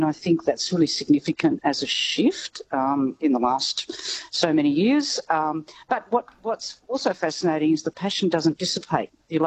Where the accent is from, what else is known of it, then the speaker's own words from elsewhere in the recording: Fitzroy, Victoria, Australia; So I grew up in Fitzroy, and Fitzroy was my second team because it was spectacularly unsuccessful in those years.